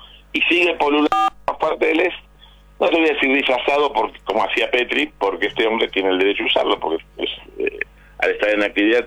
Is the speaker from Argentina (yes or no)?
yes; Argentina; como veterano y como argentino